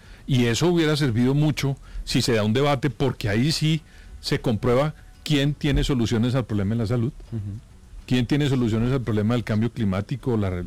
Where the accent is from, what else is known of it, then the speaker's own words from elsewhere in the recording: Colombia; quienes vamos a perder somos los colombianos